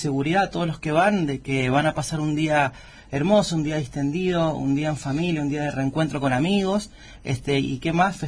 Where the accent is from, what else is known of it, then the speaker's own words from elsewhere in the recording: Argentina; Sí, justamente para nosotros es un orgullo, como argentinos, poder portar nuestra escarapela, nuestros colores patrios